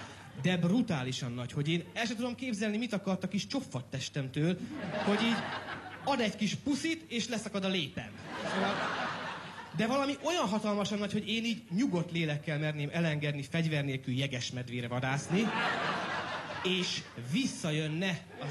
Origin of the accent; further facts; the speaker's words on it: Hungary; born or raised there; moved away